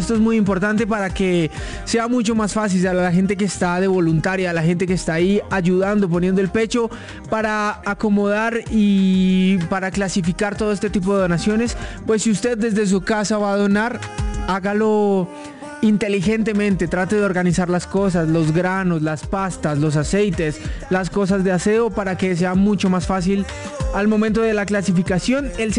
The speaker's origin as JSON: {"language": "Spanish", "country": "Colombia", "said": "Como colombiano, me duele ver a mi gente atravesando momentos como este. Hoy no es momento de celebración, hoy es momento para estar unidos, de acompañar a quienes sufren y de levantar entre todos a nuestro país."}